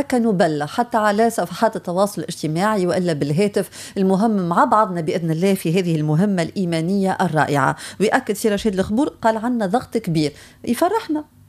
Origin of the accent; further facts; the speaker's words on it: Tunisia; accent: Tunisian; بلهجتنا التونسية